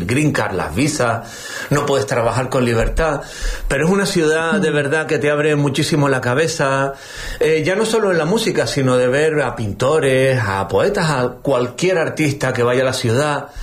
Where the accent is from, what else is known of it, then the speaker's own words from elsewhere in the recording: Lanzarote, Canary Islands, Spain; also born or lived in Madrid; now in New York, United States; soy un conejero, guitarrista, compositor, músico, o eso intento.